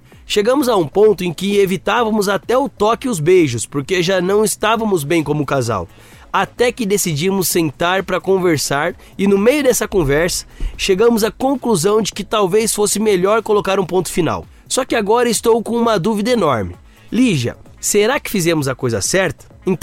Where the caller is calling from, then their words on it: Feira de Santana, Bahia, Brazil; Eu sou de Feira de Santana.